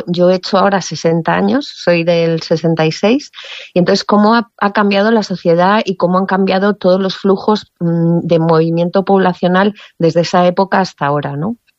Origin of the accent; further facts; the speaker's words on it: Piedrahíta, Castile and León, Spain; also born or lived in Martínez; Como sabes, soy de un pueblo, aunque realmente he vivido toda mi vida desde un año en Piedrahíta, pero mis raíces, yo nací en Martínez, ¿no?, que es un pueblo muy pequeñito, mucho más pequeño que Piedrahíta, muy cercano a Piedrahíta, del que mis padres se trasladaron cuando éramos pequeños